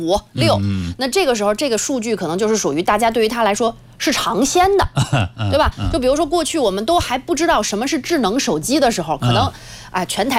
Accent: China; 我们中国人非常熟悉的新东西

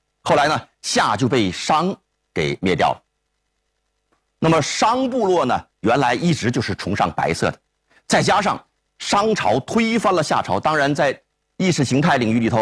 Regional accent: China; 我们中国人啊关于色彩概念中最麻烦的一种颜色

